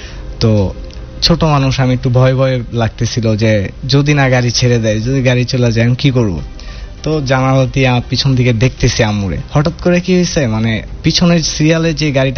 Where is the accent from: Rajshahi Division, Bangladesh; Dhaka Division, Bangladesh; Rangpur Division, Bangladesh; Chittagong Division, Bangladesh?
Dhaka Division, Bangladesh; Narayanganj; also born or lived in Mymensingh; তো আমি মাইনসিং থেকে বিলং করি, আর ছোটবেলা থেকে বেড়ে ওঠা নারায়ণগঞ্জে আমার আব্বুর জব পারপাসের কারণে আর কি।